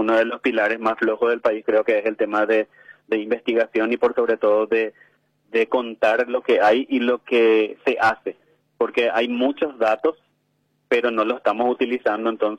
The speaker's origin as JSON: {"language": "Spanish", "town": "Asunción", "country": "Paraguay", "tie": "born there", "said": "soy del Bañado Sur, o sea, nací en el Bañado Sur, soy de la comunidad de San Miguel, en el barrio San Cayetano"}